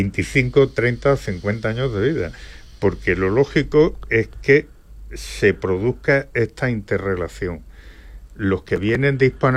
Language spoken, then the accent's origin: Spanish; Córdoba, Andalusia, Spain; born there; yo soy cordobés y en mi cuando nací abrí los ojos, lo primero que vi fueron los arcos de la mezquita porque me bautizaron en la mezquita catedral de Córdoba